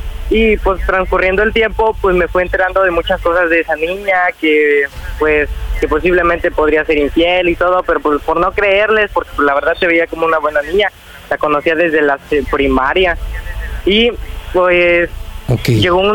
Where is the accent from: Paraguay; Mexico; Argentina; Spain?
Mexico; Xalapa, Veracruz; Tengo 16, estoy de aquí, de Jalapa.